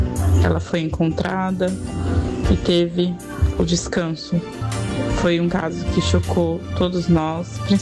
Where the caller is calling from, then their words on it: Campinas, São Paulo, Brazil; sou aqui de Campinas.